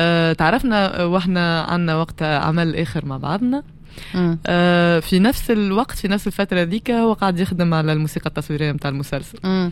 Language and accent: Arabic; Tunisia